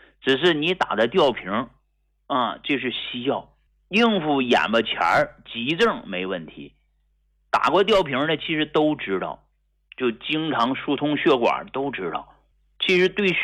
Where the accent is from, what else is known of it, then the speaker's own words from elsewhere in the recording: Hegang, Heilongjiang, China; born there; 你像我出生在黑龙江鹤岗这么个地儿啊